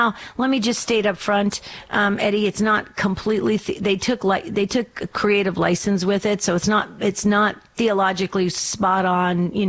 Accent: New Jersey, United States; I know I miss my New Jersey days. I grew up in northern New

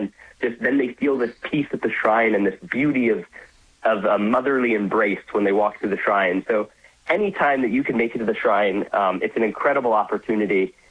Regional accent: Rhode Island, United States; moved away; So I was from Rhode Island

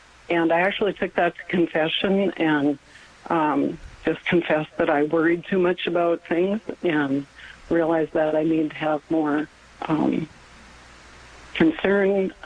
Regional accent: North Dakota, United States; I'm from North Dakota

